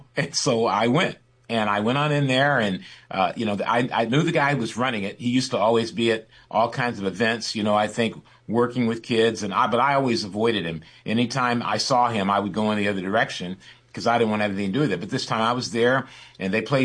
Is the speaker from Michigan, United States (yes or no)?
yes; Michigan, United States; also born or lived in Kansas; I was born in Kansas, but I was raised in Michigan.